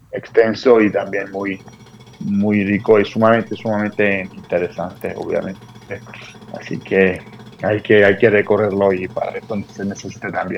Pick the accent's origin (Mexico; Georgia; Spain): Georgia; now in Buenos Aires, Argentina